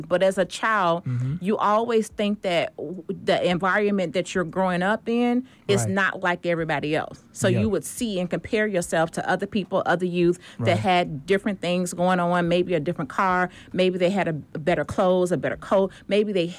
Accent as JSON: {"language": "English", "town": "Chicago", "region": "Illinois", "country": "United States", "said": "even though I hail from Chicago and I'm going global"}